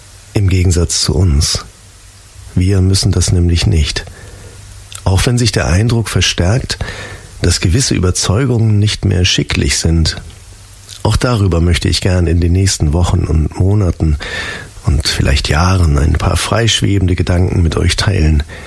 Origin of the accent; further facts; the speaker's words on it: Hamburg, Germany; Ich bin kein Bayerischer, kein Münchner, sondern ein echter Hamburger Jung. Ich bin hier oben im Norden geboren und hängen geblieben.